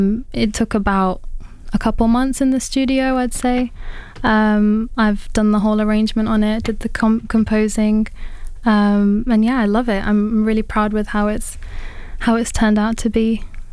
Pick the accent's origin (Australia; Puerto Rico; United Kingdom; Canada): United Kingdom; Leicester, East Midlands; moved away as an adult; now in Leeds, United Kingdom; So I'm born and raised in Leicester and lived there my whole life.